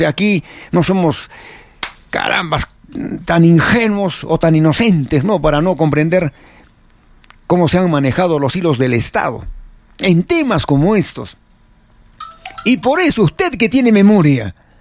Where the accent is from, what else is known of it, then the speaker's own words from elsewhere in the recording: Peru; Entendamos lo que hoy enfrentamos los peruanos.